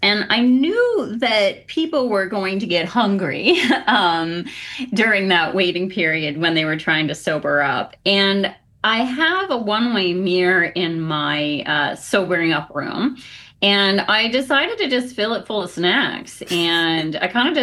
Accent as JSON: {"language": "English", "country": "Canada", "moved": "as an adult", "lives_now": "Washington, United States", "said": "I'm Canadian originally"}